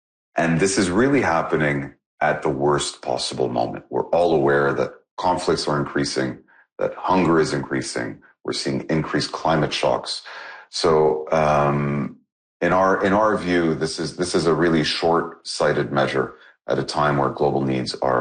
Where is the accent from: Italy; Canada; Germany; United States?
Canada; I am Canadian